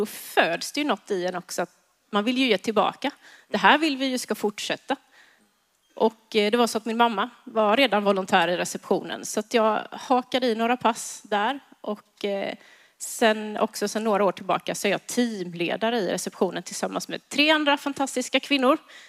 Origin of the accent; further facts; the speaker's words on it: Habo, Jönköping County, Sweden; Och jag är uppvuxen i Habo.